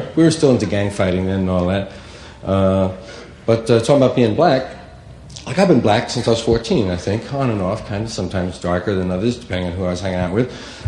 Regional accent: New York City, New York, United States; I grew up in a neighborhood right next to a black, right next to Harlem. Well, we had an interesting neighborhood. It was a little Irish neighborhood with Columbia University all on one side

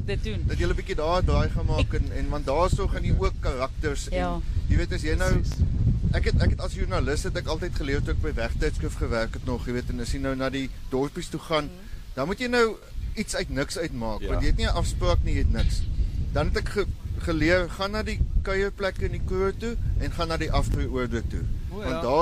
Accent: Gqeberha, Eastern Cape, South Africa; born there; ek is gebore in Klebega of Port Elizabeth, en dit is die winderige, maar ook die vriendelike stad

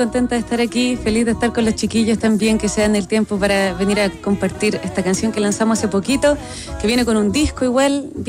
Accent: Punta Arenas, Magallanes and Chilean Antarctica, Chile; moved away as an adult; now in Santiago, Chile; yo soy de Punta Arenas. Llegué a Santiago hace un par de años

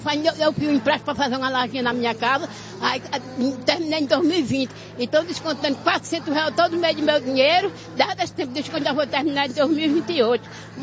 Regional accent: Paraíba, Brazil; moved away as an adult; Eu vim da Paraíba em 2010, morrendo, coração inchado, não tinha médico

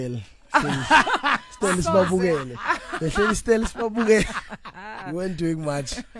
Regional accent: Johannesburg, Gauteng, South Africa; I'm from Joburg.

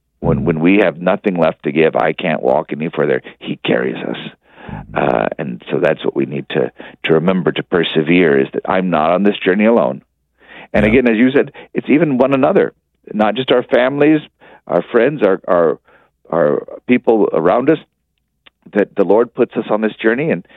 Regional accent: Texas, United States; And of course, I grew up in the Bible Belt in Texas, and so I had a lot of Baptist friends growing up

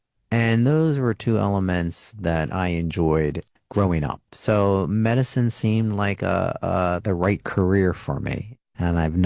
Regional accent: Philadelphia, Pennsylvania, United States; moved away; and I'm from Philadelphia, Broomall Newtown Square.

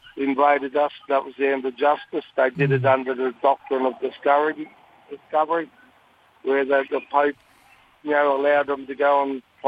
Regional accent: Tullamulla, Queensland, Australia

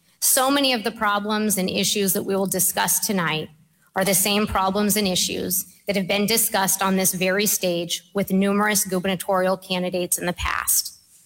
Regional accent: Anchorage, Alaska, United States; also born or lived in Kenai; I was born in Kenai. I grew up in Anchorage, where I raised my 3 children.

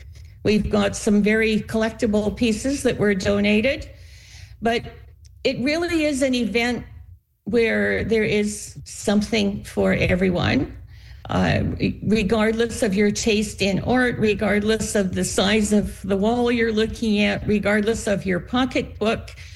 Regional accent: Canada; We've made a commitment as Canadian grandmothers in 2006

